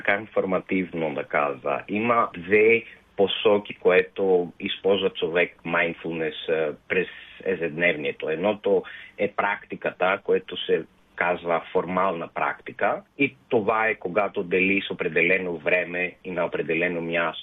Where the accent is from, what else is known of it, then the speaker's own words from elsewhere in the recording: Athens, Attica, Greece; Bulgarian is a second language; Спрямо Атина. Аз съм от Атина.